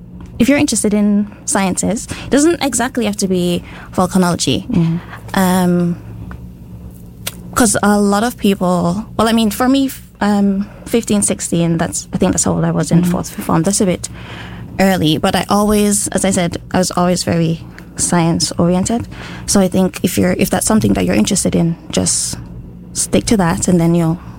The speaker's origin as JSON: {"language": "English", "country": "Montserrat", "tie": "born or raised there", "said": "I think that it was as simple as, like, growing up on Montserrat. So growing up with a volcano in your background, like, 30 minutes drive away from where you live."}